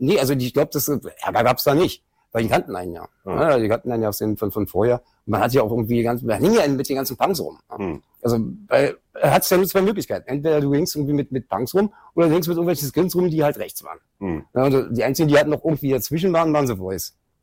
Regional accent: Berlin, Germany; Geboren in Schöneberg, groß geworden in Kreuzberg.

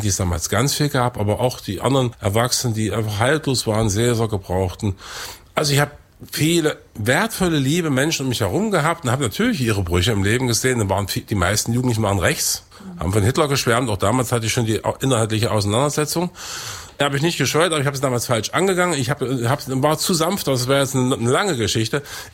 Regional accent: Weißenfels, Saxony-Anhalt, Germany; also born or lived in Eisleben; Ja, ich bin in Eisleben geboren, in Weißenfels aufgewachsen. Also es ist mein Ursprungsfluidum, diese proletarisch geprägte Kultur des Industriedreieckes.

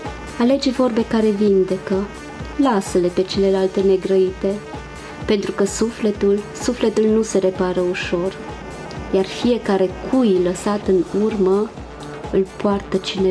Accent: Maramureș County, Romania; accent: Maramureș; moved away; vin de la Maramureș și am un pic accentul de Maramureș care nu a dispărut de tot.

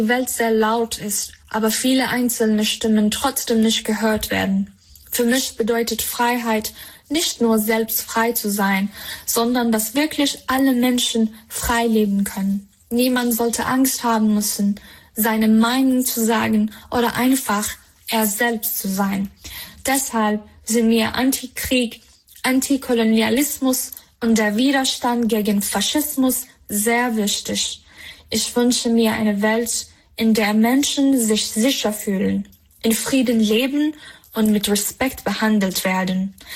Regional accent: Iran; moved away; Ich komme aus dem Iran.

